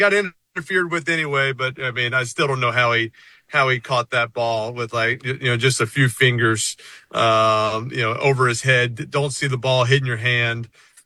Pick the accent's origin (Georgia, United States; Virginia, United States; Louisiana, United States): Louisiana, United States; New Orleans; I mean, I grew up in New Orleans. I knew what a parade was. I've kind of seen Mardi Gras and thought that was crazy.